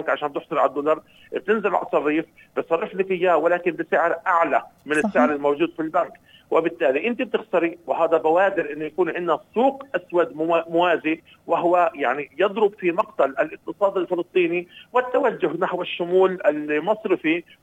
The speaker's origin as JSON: {"language": "Arabic", "country": "Palestine"}